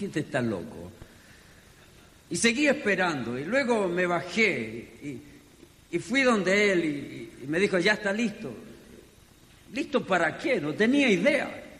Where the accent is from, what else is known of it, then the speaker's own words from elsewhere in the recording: Chile; moved away as an adult; Nací en mi país, aquí en Chile, crecí